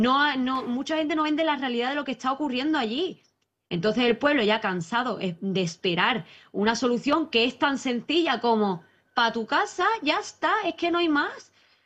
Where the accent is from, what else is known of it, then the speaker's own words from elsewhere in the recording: Spain; que trabajamos, que cotizamos, que pagamos y que somos españoles.